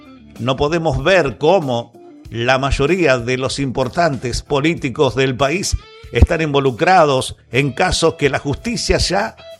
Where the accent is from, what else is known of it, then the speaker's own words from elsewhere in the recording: Argentina; somos argentinos